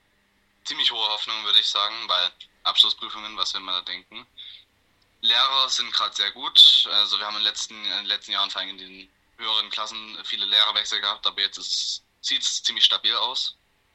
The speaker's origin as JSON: {"language": "German", "region": "Saxony", "country": "Germany", "said": "Ich komme aus Kransthal, Deutschland."}